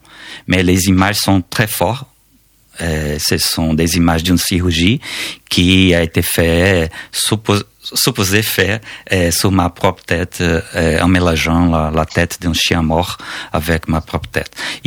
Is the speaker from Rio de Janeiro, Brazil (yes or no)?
no; Manaus, Amazonas, Brazil; born there; French is a second language; moved away; je suis né à Manaus, dans l'Amazonie brésilienne